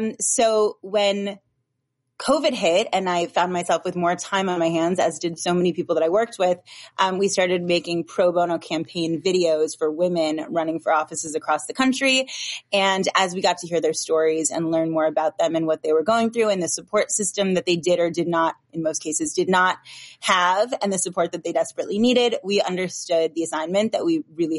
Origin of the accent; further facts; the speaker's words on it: Michigan, United States; Michigan.